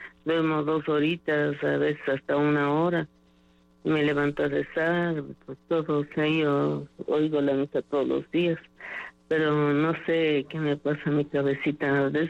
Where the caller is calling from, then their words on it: Valle de los Chillos, Pichincha, Ecuador; del Valle de los Chillos.